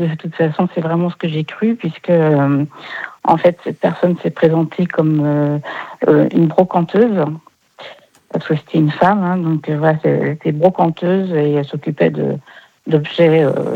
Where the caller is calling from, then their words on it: Le Mans, Pays de la Loire, France